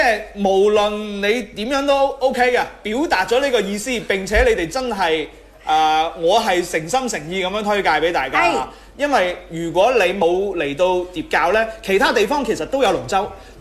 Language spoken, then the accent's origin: Cantonese; Guangzhou, Guangdong, China; now in Foshan, China; 我係廣州人嚟嘅。